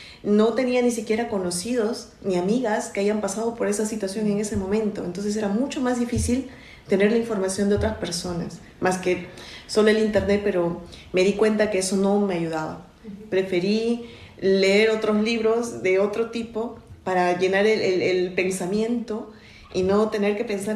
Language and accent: Spanish; Peru; moved away; me transporto inmediatamente a Perú, a mi país